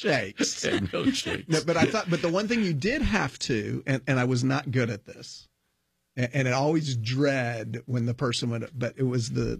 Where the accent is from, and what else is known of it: Scotland, United Kingdom